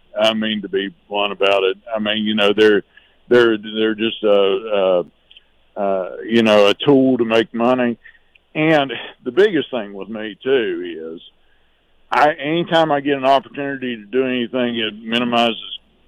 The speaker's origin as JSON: {"language": "English", "region": "West Virginia", "country": "United States", "tie": "born or raised there", "said": "I've been blessed. I grew up in Summers County. I had a good education in Hinton High School, you know, and went on and had great opportunities because I had a good foundation."}